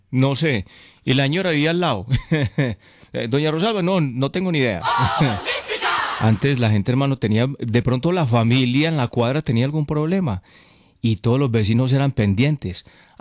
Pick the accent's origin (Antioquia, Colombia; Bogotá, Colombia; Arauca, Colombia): Antioquia, Colombia; Concordia; Parce, en mi pueblo hay unos ¿cómo es que se llama eso? De esos policías acostados que no tiene, le toca parar. Parce, esos parecen muros, hermano, en Concordia.